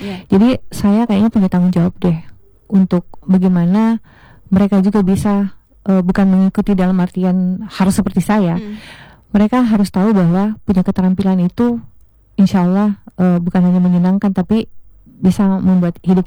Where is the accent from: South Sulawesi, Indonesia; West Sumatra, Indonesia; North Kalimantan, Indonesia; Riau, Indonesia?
South Sulawesi, Indonesia; Makassar; born there; also born or lived in Pontianak; Saya Bugis Makassar, lahir di Makassar juga.